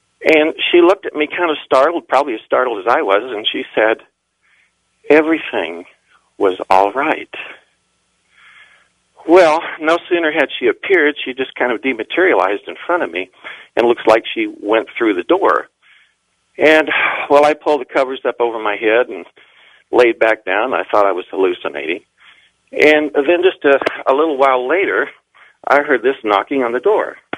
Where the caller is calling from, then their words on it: Kansas City, Missouri, United States; calling from Kansas City, Missouri, 77 Talk Radio.